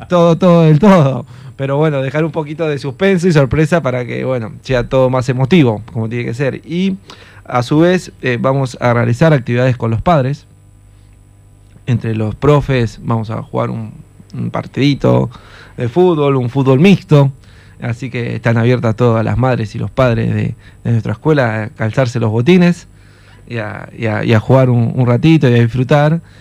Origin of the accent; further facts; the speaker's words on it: Argentina; somos Argentina